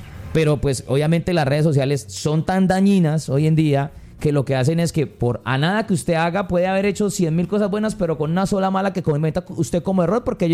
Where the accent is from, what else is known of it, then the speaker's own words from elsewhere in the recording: Colombia; se supone que uno cree, ¿no?, como colombiano